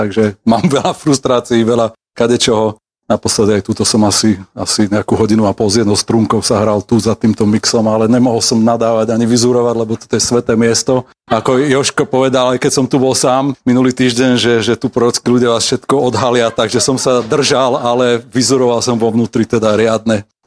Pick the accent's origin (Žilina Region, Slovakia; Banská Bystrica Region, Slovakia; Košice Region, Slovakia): Žilina Region, Slovakia; Liptovský Hrádok; moved away as an adult; now in Bratislava, Slovakia; Ja si spomínam pred rokmi, keď som ako študent prišiel do Bratislavy na začiatku statier z Vašca. Keď som z Liptovského hrádku, tam som chodil na gympel